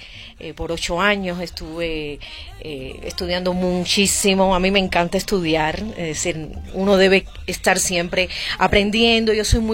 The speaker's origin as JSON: {"language": "Spanish", "region": "Havana", "country": "Cuba", "tie": "born or raised there", "moved": "yes", "lives_now": "Los Angeles, United States", "said": "nací y me crié en La Habana, Cuba. Vengo de una, wow, familia musical."}